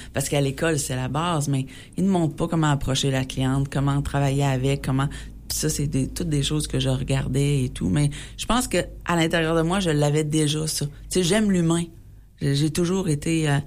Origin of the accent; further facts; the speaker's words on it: Saint-Léon-de-Standon, Quebec, Canada; also born or lived in Sainte-Marie; now in Saint-Alzéar, Canada; je demeure à Saint-Alzéar, mais je ne suis pas native d'ici. Moi, je suis native de Saint-Léon-de-Standen. Puis à mes 11 ans, mes parents ont déménagé à Sainte-Marie.